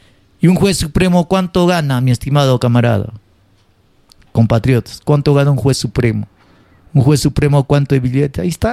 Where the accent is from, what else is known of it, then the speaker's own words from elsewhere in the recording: Peru; somos serranos, somos cholos indios, somos peruanos.